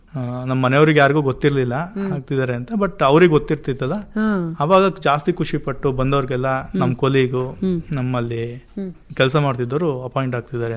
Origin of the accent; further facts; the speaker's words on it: Thattegere, Karnataka, India; also born or lived in Belur / Mysore; ಪ್ರಾಥಮಿಕ ಶಿಕ್ಷಣ ಊರಲ್ಲೇ ಆಗಿದೆ ಮ್ಯಾಮ್, ತಟ್ಟೆಗೆರೆ.